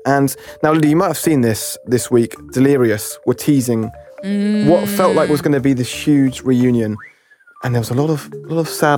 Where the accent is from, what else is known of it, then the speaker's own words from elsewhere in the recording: Brighton, South East England, United Kingdom; this is my plea to Martin, who's from my hometown of Brighton.